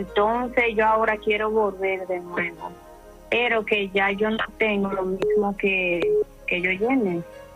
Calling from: Mao, Valverde, Dominican Republic

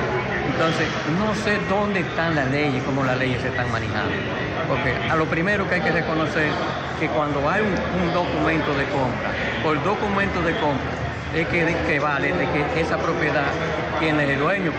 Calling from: San José de las Matas, Santiago, Dominican Republic; Yo vivo en San José de las Matas y yo vivo en la organización Estrella, en la calle Primavera.

